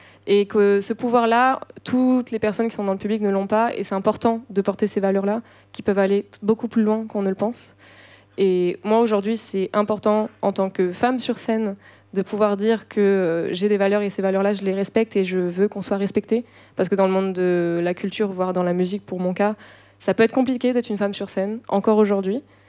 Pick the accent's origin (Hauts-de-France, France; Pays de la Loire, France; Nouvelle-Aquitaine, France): Nouvelle-Aquitaine, France; Landes; moved away; Moi, je viens des Landes, dans un petit patelin